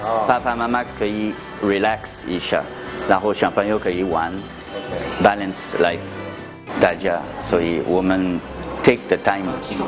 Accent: France; Chinese is a second language; moved away as an adult; now in Shanghai, China; 比如说我是法国人，但是我的太太是上海人

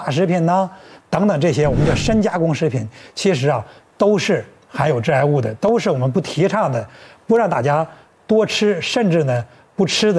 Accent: China; 我们中国人

